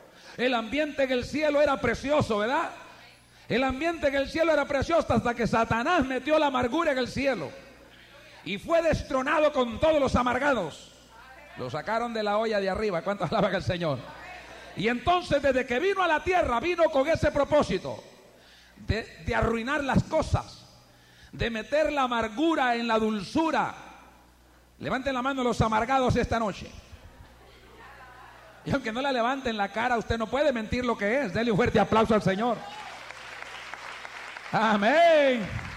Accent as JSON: {"language": "Spanish", "region": "Eastern El Salvador", "country": "El Salvador", "said": "Bueno, somos salvadoreños orientales, tiene que ser el mismo nombre."}